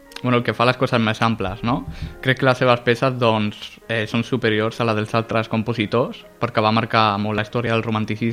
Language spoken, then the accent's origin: Catalan; Castellar del Vallès, Catalonia, Spain; born or raised there; also born or lived in Sabadell